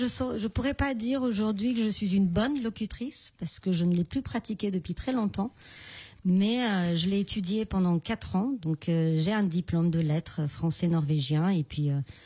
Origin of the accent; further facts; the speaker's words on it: Romania; French is a second language; moved away as an adult; now in Lyon, France; donc je suis née en Roumanie en 1986